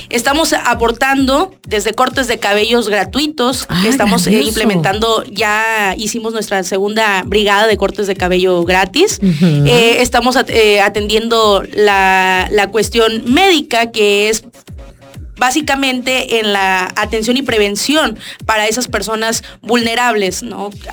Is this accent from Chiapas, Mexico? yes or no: yes; Tapachula, Chiapas, Mexico; yo soy de origen tapachulteca, mis papás son tapachultecos, mis abuelas, todos mis familiares somos de Tapachula. Yo nací y crecí aquí